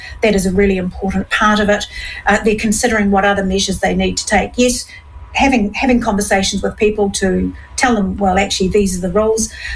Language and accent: English; New Zealand; It's part of being a Kiwi